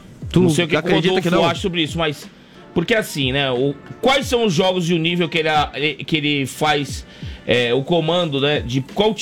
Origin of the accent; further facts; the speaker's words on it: Santos, São Paulo, Brazil; Ele é lá de Santos. Ele é lá da minha cidade.